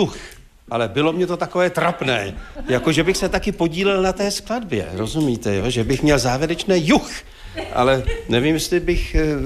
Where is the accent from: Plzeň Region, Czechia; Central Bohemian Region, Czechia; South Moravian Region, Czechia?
Plzeň Region, Czechia; Plzeň; Ich žase je běžná formule, běžná fráze u nás v Plzni.